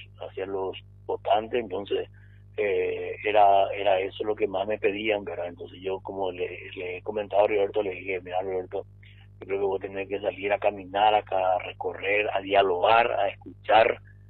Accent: Ciudad del Este, Alto Paraná, Paraguay; yo nací acá, en Ciudad del Este, mira, hoy estamos acá en mi barrio

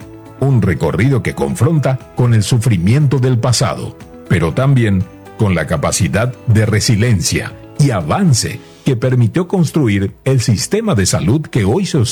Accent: Paraguay; redescubrir nuestra propia identidad como paraguayos

